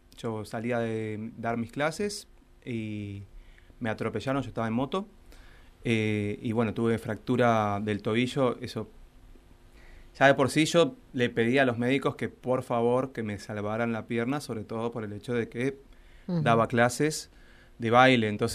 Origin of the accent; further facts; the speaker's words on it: Argentina; estamos remando, como todo argentino en este momento